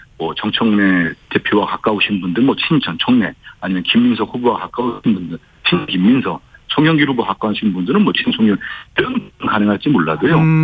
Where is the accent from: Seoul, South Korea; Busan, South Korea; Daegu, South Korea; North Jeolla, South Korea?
North Jeolla, South Korea; moved away; 제가 지금도 제 고향 전라북도에 내려왔거든요